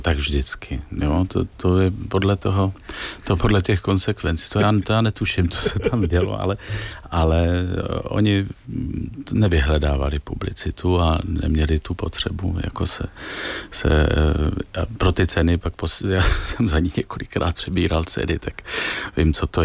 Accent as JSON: {"language": "Czech", "region": "Prague", "country": "Czechia", "tie": "born or raised there", "said": "Já jsem vyrůstal na Smíchově"}